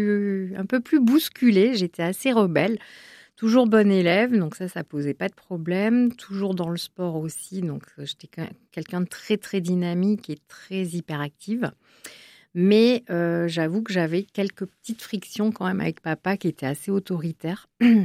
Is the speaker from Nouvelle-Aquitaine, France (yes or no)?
yes; Biarritz, Nouvelle-Aquitaine, France; Moi, je suis née dans le Sud-Ouest.